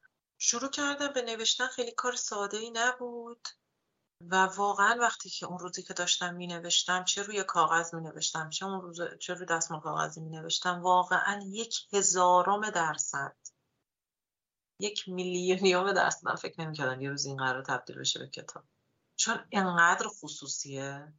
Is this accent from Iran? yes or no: yes; Iran; now in Sweden